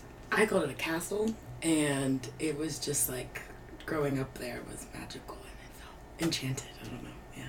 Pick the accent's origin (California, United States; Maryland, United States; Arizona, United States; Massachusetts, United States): California, United States; I grew up in Southern California, and like near the beach behind our backyard and behind our house